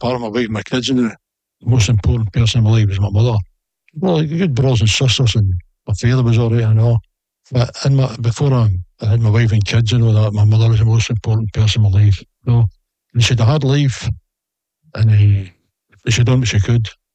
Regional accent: Scotland, United Kingdom; I'm Scottish. Although my dad was Irish, he came from Sligo.

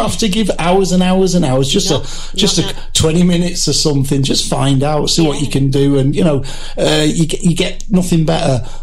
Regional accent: Blackpool, North West England, United Kingdom; I'm from Blackpool

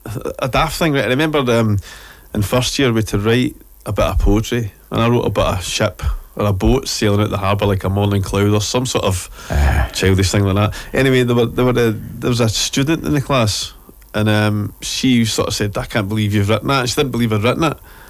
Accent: Irvine, Scotland, United Kingdom; moved away as an adult; now in Coaning, United Kingdom; born in Irvine, raised in Irvine.

